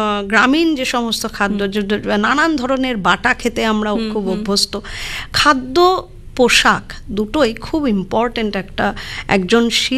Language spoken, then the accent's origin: Bangla; Chittagong, Chittagong Division, Bangladesh